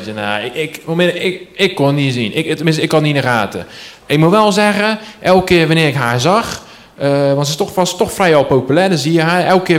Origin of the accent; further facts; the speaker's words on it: IJsselmonde, South Holland, Netherlands; Ik kom uit IJsselmonde. Hier is hier vandaan. Om het hoekie. Ik ben opgegroeid daar.